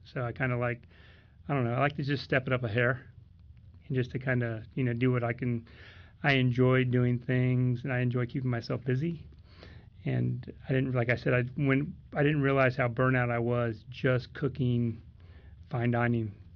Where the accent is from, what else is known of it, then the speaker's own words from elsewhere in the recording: California, United States; moved away; Growing up, I grew up in California